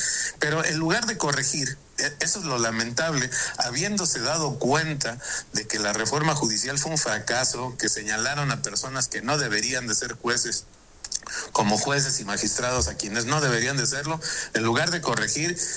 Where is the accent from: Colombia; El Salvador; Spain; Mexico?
Mexico; yo creo que tenemos que hacer un gran propósito como mexicanos